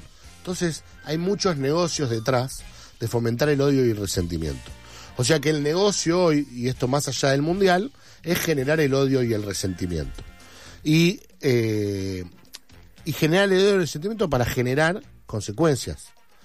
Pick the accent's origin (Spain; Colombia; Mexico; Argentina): Argentina; somos argentinos